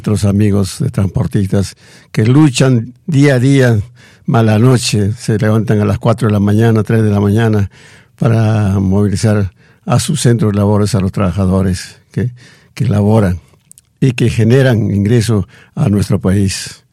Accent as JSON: {"language": "Spanish", "area": "Sihuas province", "region": "Ancash", "country": "Peru", "tie": "born or raised there", "moved": "yes", "said": "como siempre, primero lo nuestro, después el resto, a mi patria chica."}